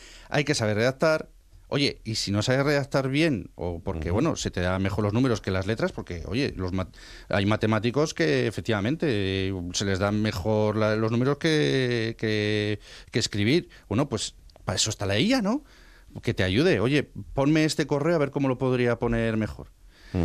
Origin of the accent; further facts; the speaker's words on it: Burgos, Castile and León, Spain; now in Extremadura, Spain; Que aquí en Extremadura, yo que soy de Burgos, aquí en Extremadura se puede diferenciar muy bien, ¿no?